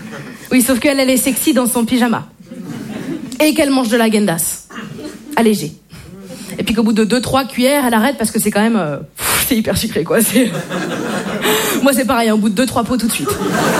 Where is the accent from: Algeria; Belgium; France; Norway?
France; Brittany; je suis bretonne et je ne bois pas d'alcool